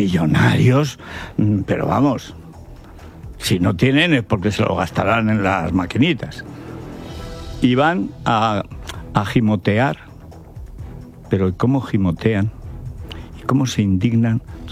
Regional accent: Teruel, Aragon, Spain; now in Madrid, Spain; yo también querría que mi pueblo, Teruel, en vez de menos de 500 habitantes, tuviera 1,000 como cuando yo nací.

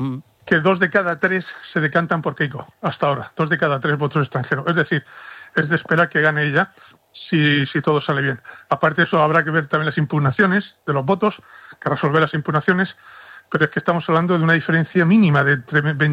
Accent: Spain

